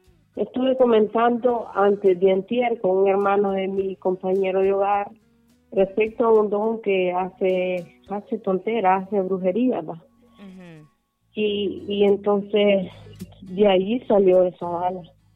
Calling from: Cofradía, Olancho, Honduras; Soy fiel oyente de HCH, de aquí de Cofradía, Carretera Antigua, Olancho.

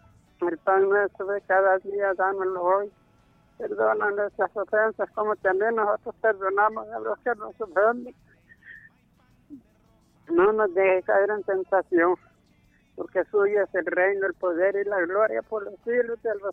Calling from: El Progreso, Yoro, Honduras; Le hablo de aquí de Guacamaya

